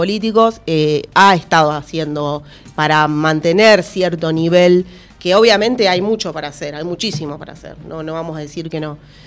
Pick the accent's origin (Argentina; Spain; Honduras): Argentina; lo que estamos viviendo como argentinos